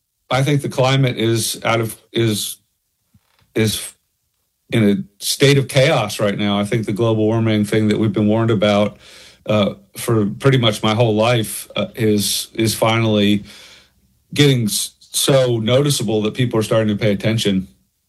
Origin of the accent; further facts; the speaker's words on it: Pennsylvania, United States; now in Kentucky, United States; No, I'm originally from Pennsylvania.